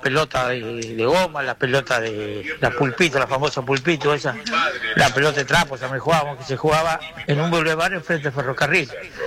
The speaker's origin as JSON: {"language": "Spanish", "town": "Viamonte", "region": "Córdoba", "country": "Argentina", "tie": "born or raised there", "said": "yo nací en Viamonte, Córdoba, un pueblito cerca de Rufino, 100 kilómetros de Rufino."}